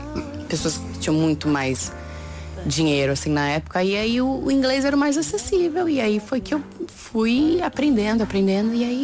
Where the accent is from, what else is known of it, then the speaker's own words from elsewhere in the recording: São Martinho, Madeira, Portugal; Eu cheguei aqui quarta passada, aí eu fiz o festival na minha terra, Diversidade Cultural, pela TV, na minha terra TV.